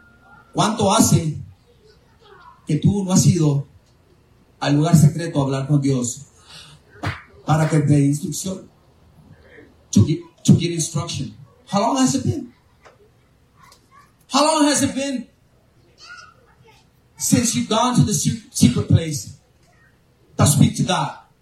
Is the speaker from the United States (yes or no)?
yes; Greenwood, Texas, United States; I told somebody I'm from Greenwood, Texas.